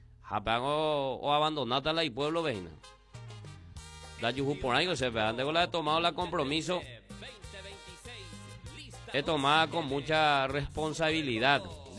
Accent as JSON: {"language": "Spanish", "country": "Paraguay", "said": "vamos a ir a sufragar, ya hasta ya depositar la año de voto como paraguayo que somos"}